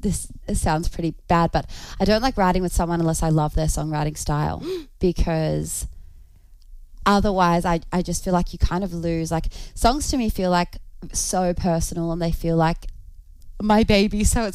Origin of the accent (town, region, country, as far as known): Australia; accent: Australian